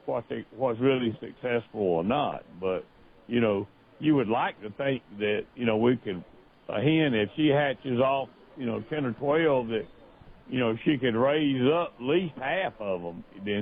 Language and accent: English; Connecticut, United States; I was lucky growing up in Connecticut County and a little farm here.